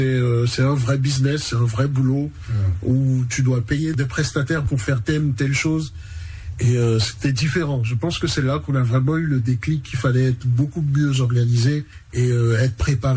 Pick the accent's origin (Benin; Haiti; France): Benin; je pense que c'est la première fois où on a voyagé, où on est sorti du Bénin pour un concert.